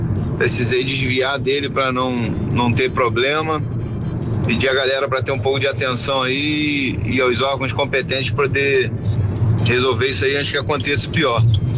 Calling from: Teresópolis, Rio de Janeiro, Brazil; de Teresópolis.

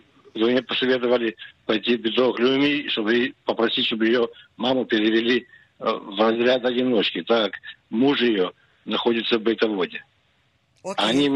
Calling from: Nesher, Haifa District, Israel; я из Нэшена.

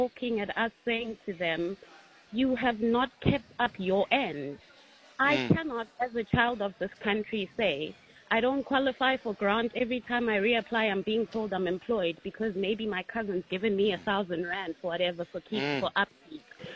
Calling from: South Africa; speaking as a South African who is currently unemployed

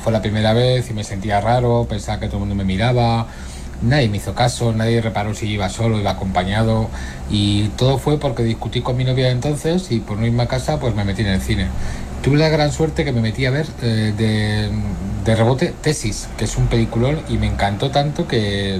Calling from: Madrid, Community of Madrid, Spain; Hola, buenas … de Madrid.

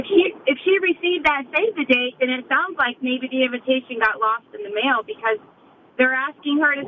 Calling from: Fort Wayne, Indiana, United States; I'm from Fort Wayne.

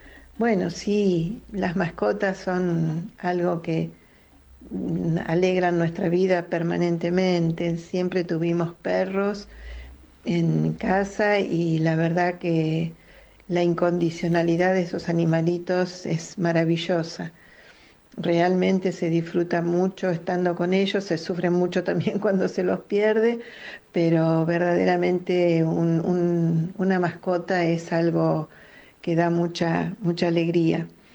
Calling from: Buenos Aires, Argentina

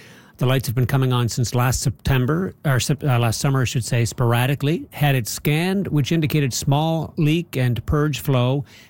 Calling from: Granville Beach, Nova Scotia, Canada; Granville Beach in Nova Scotia.

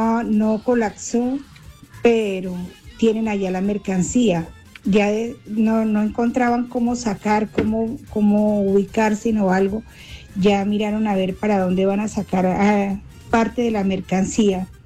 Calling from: Neiva, Huila, Colombia; vivo en la ciudad de Neiva

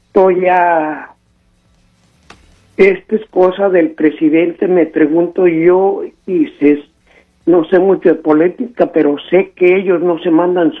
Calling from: Sierra Mojada, Coahuila, Mexico; de la Sierra Mojada.

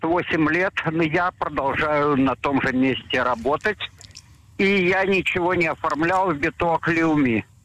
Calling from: Nahariya, Northern District, Israel; из Нагории.

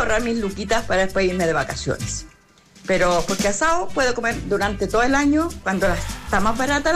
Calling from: Chile; yo soy bien chilena.

